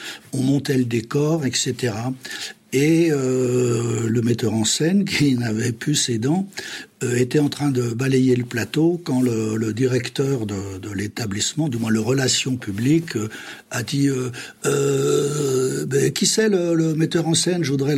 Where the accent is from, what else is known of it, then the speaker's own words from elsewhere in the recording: Dijon, Bourgogne-Franche-Comté, France; je viens de Dijon